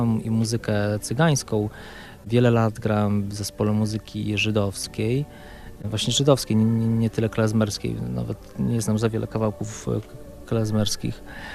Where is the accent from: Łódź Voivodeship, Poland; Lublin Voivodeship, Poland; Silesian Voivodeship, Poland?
Lublin Voivodeship, Poland; Aleksandrów; Pochodzę, mieszkam w Aleksandrowie, koło Biłgoraja.